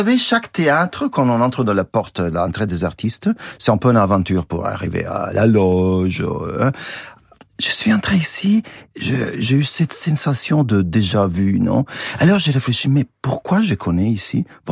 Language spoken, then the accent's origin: French; Italy; accent: very Italian; French is a second language; moved away; also born or lived in Chicago / Paris; même avec mon accent très italien, je sais, je suis français.